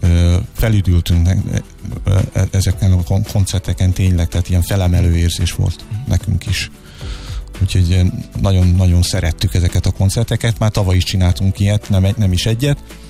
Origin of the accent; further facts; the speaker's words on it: Hungary; Mert persze minden ember különbözik a másiktól, de azért csak itt élünk Magyarországon, magyarok vagyunk, mi is ugyanúgy.